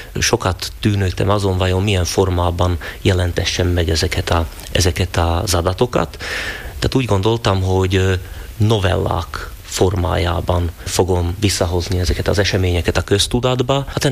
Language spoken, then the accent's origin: Hungarian; Turňa nad Bodvou, Košice Region, Slovakia; Hát ugye mivel tornai vagyok